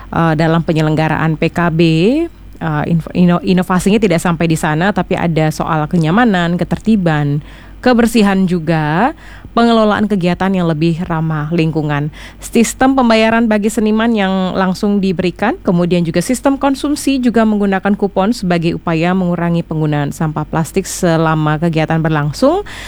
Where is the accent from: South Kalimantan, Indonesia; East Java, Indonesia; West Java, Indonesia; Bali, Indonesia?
Bali, Indonesia; kita sebagai warga Bali